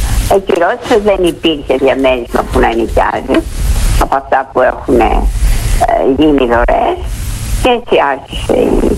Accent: Athens, Attica, Greece; born there; now in Piraeus, Greece

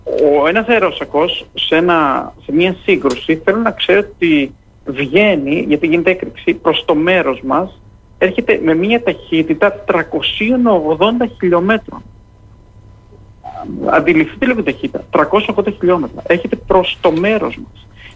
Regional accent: Greece; Σαν Έλληνες

